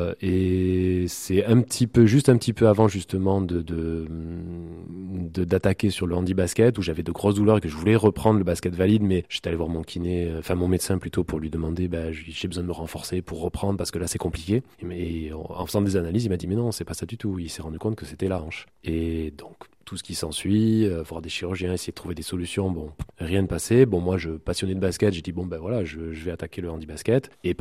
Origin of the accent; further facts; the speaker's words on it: Montpellier, Occitanie, France; J'ai commencé le basket à l'âge de 12 ans, ici hein, dans la région, puisque je suis natif de Montpellier.